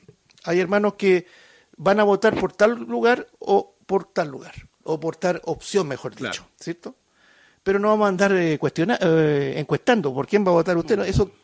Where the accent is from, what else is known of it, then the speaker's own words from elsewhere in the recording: Chile; somos chilenos, nacimos aquí